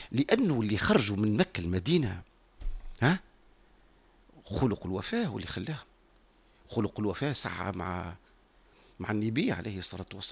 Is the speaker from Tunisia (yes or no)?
yes; Tunisia; أنا كمواطن تونسي مسلم